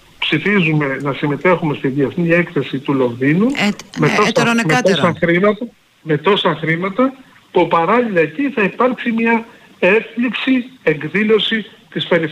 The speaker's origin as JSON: {"language": "Greek", "area": "Ithaca", "region": "Ionian Islands", "country": "Greece"}